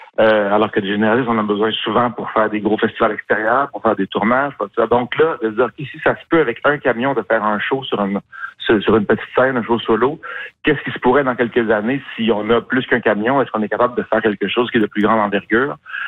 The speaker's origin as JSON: {"language": "French", "town": "Montreal", "region": "Quebec", "country": "Canada", "tie": "born or raised there"}